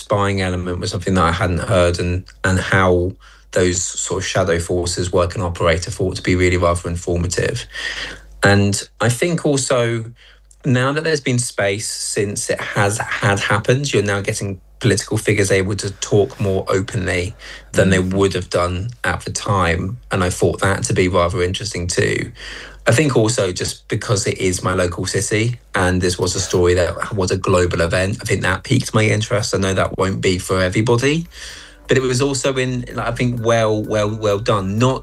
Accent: South West England, United Kingdom; Okay, well, firstly, I grew up near Salisbury. But 30 minutes away.

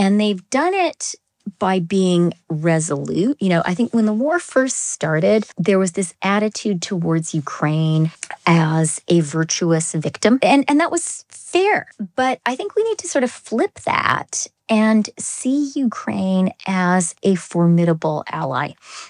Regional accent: Canada; speaking as a Canadian

